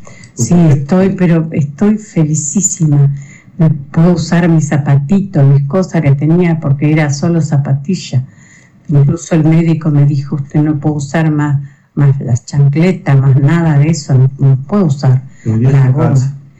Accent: Artigas, Uruguay; Sí, soy de Artigas.

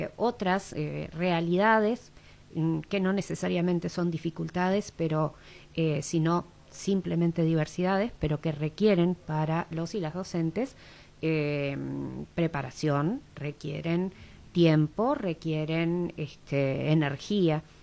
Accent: Florida, Uruguay; yo soy de Florida, entonces conocemos lo que es el interior

